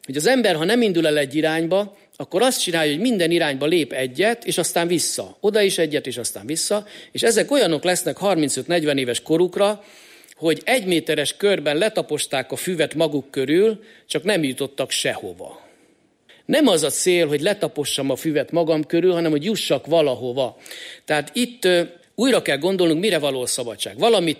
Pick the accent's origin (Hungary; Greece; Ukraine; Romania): Greece; én görögként hadd mondjam